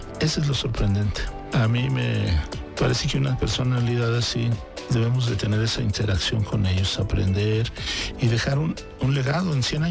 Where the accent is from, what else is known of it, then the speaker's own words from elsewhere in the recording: Chihuahua, Mexico; Chihuahua somos nosotros, los menonitas, los mormones, los levarones, los mestizos, los pimas, los guarojíos, todos nosotros somos Chihuahua.